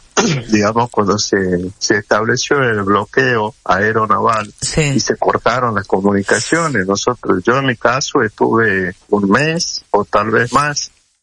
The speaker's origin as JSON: {"language": "Spanish", "region": "Tucumán", "country": "Argentina", "moved": "yes", "lives_now": "Salta, Argentina", "said": "Yo soy tucumano, salteño por adopción, pero hace 40 años que estoy acá en Salta."}